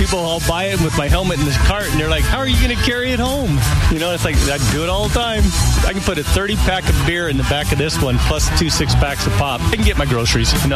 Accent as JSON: {"language": "English", "town": "Goodyear", "region": "Arizona", "country": "United States", "said": "I'm from Goodyear, Arizona."}